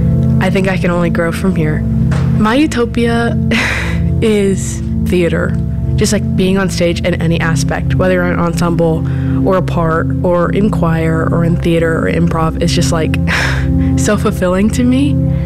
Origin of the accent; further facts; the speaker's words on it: Indianapolis, Indiana, United States; I'm from Indianapolis.